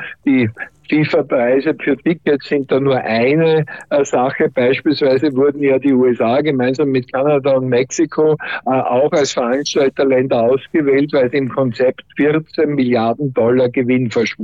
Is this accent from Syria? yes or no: no; Austria; Einerseits als Österreicher auf die Spiele der Österreicher und zweitens bin ich Spanien-Fan